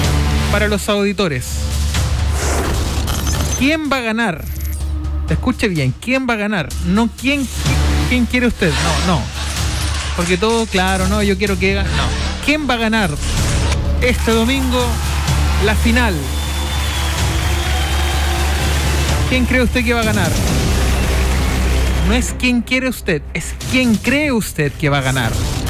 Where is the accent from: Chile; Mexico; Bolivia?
Chile; cosa que tenemos que aprender mucho de ellos como chilenos.